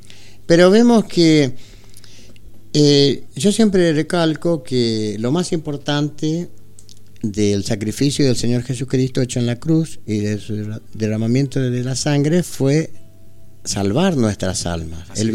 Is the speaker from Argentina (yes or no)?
yes; Argentina; somos argentinos y tenemos un corazoncito con la azul y blanca.